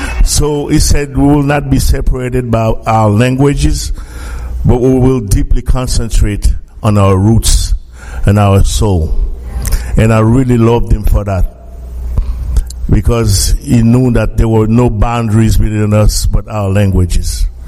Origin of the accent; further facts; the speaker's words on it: Haiti; I'm from Haiti